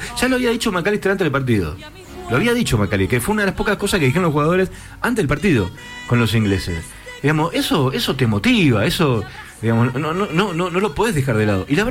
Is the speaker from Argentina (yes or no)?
yes; Argentina; nosotros como argentinos, que vivimos en medio de la grieta